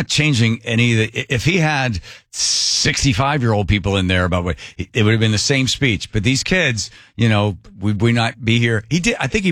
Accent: East Coast, United States; I'm from the East Coast

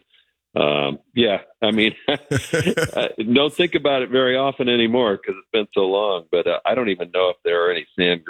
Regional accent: Oneida, United States; we both my brother and I grew up there in Oneida, just outside of Oneida there.

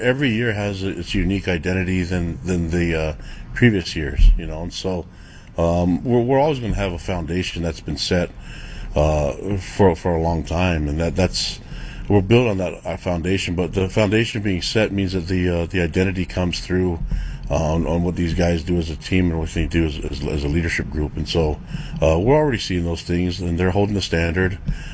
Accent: North Shore, Hawaii, United States; moved away; We're all from the North Shore in Hawaii together.

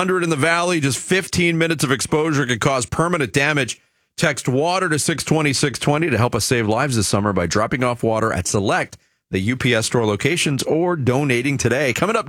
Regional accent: Pennsylvania, United States; I grew up outside of Philadelphia. I'm very familiar with how this works.

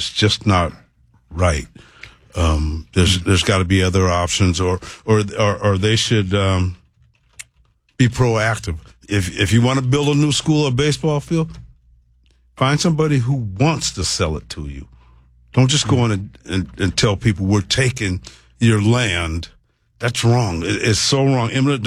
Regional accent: Renton, Washington, United States; As a young boy growing up in Renton

